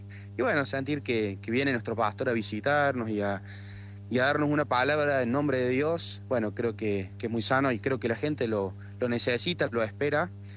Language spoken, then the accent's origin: Spanish; Córdoba, Argentina; creo que eso nos va a hacer mucho bien como cordobeses y como argentinos.